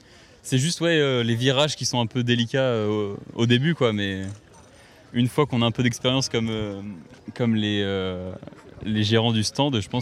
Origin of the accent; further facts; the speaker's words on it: Centre-Val de Loire, France; Alors moi, je viens du Loir-et-Cher de base.